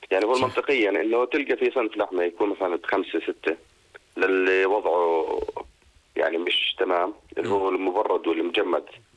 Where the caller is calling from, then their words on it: Jordan; الموجود عندنا في الاردن.